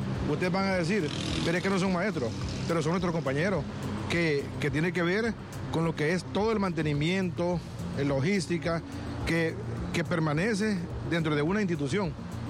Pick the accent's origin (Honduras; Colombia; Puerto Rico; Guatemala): Honduras; Somos hondureños